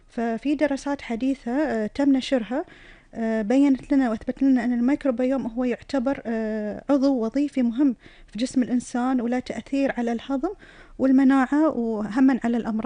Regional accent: Kuwait; ويحفظ ديرتنا

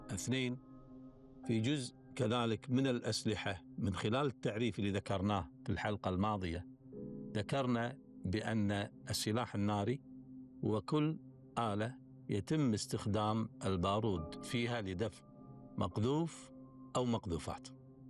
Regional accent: Kuwait; وإحنا نسميها عندنا بالكويت نسمي شوزن ونسمي نص شوزن وربع شوزن.

